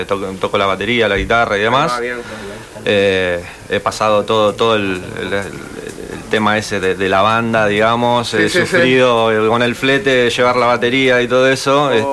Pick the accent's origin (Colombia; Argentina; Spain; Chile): Argentina; Morón, Buenos Aires Province; Soy de Buenos Aires, del partido Morón.